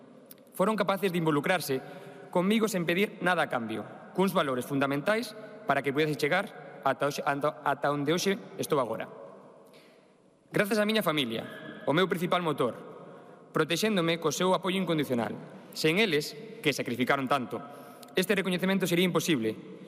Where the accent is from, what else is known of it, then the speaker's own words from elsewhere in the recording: Viveiro, Galicia, Spain; born there; Eu nacín en Viveiro, terra da que me sinto profundamente orgulloso. Galicia está no meu corazón e tamén na miña identidade.